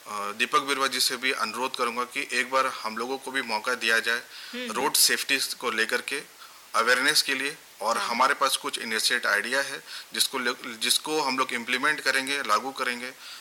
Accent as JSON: {"language": "Hindi", "town": "Chaibasa", "region": "Jharkhand", "country": "India", "said": "और मैं चाईबासा का ही निवासी हूँ"}